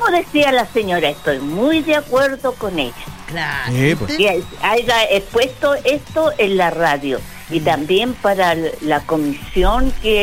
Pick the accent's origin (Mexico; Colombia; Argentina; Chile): Chile; Y nosotros estamos en Chile, somos chilenos.